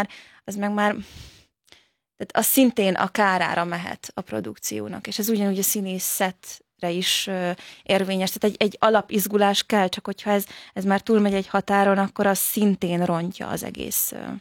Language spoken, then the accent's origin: Hungarian; Vácszentlászló, Pest, Hungary; also born or lived in Budapest; Én igen, ott nőttem fel, de Gödöllőn a Babatvölgyi Lovas Központban jártam.